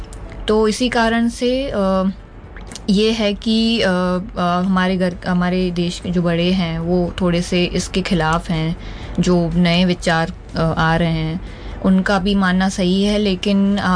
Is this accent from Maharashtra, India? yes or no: yes; Pune, Maharashtra, India; मैं पुणे से बिलोंग करती हूँ